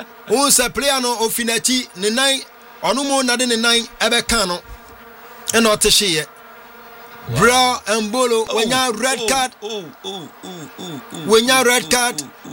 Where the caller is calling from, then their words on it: Atim Adawase, Eastern Region, Ghana; Good morning. … texting from Atim Adawase near Enyinam in the Eastern region.